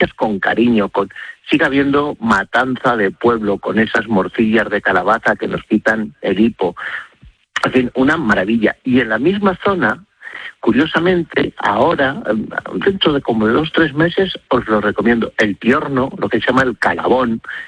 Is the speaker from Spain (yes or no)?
yes; Castile and León, Spain; also born or lived in Madrid; ¿cómo no lo voy a conocer si es mi tierra? Si es que yo me crié tirando cantos a los del Polo de Arriba, a los de Navasequilla, y los de la Lastra me tiraban cantos a mí